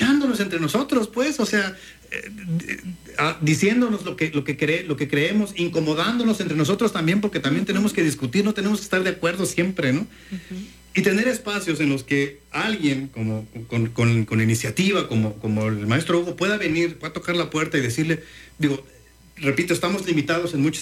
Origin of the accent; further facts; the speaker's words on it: Mexico; en estos escenarios de emergencia que hemos transitado como mexicanos